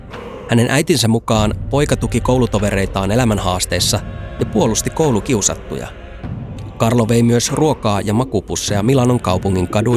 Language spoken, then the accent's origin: Finnish; Lapland, Finland; Kotiseudullani Merilapissa